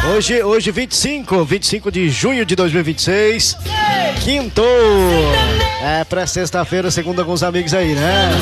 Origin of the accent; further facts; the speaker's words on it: Laguna Carapã, Mato Grosso do Sul, Brazil; É, minha terra querida, minha Laguna Carapã, mesmo com esse friozinho gostoso, né?